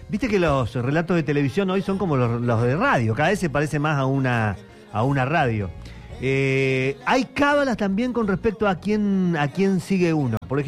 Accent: Argentina; Sí, yo soy argentino, soy recontra argentino somos.

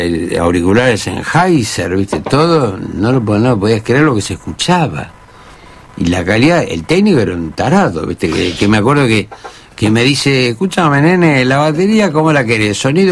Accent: La Plata, Buenos Aires Province, Argentina; Y yo vine a Buenos Aires, pues yo soy de La Plata, vine a Buenos Aires

